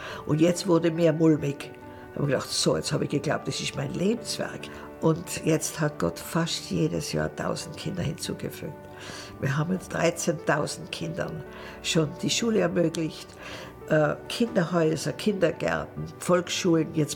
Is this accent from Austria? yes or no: yes; Austria; moved away as an adult; now in Uganda; ich bin Österreicherin, habe aber jetzt auch eine afrikanische Staatsbürgerschaft von Uganda